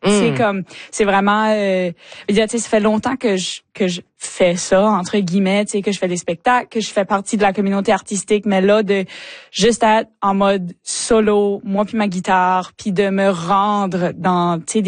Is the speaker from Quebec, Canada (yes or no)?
no; Chéticamp, Nova Scotia, Canada; Ouais, j'ai grandi à Chétican, comme t'as mentionné, tu sais, fait que j'ai grandi en faisant partie de la troupe du Conseil des Arts de Chétican.